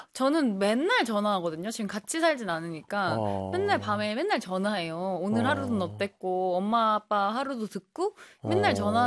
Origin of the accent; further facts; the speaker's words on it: Cheongju, North Chungcheong, South Korea; born there; now in Seoul, South Korea; 왜냐면 이제 본가가 청주에 있고